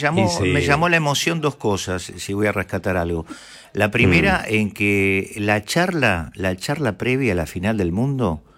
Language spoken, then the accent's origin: Spanish; Argentina; somos todos argentinos